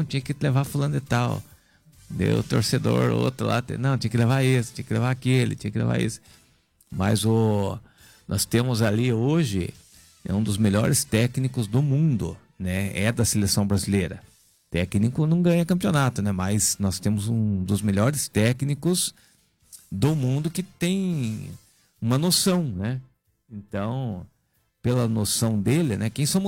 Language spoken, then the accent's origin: Portuguese; Brazil; A gente é brasileiro, então a gente torce pro Brasil